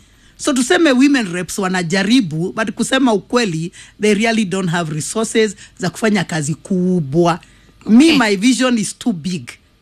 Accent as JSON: {"language": "English", "country": "Kenya", "said": "I come from the Kikuyu culture."}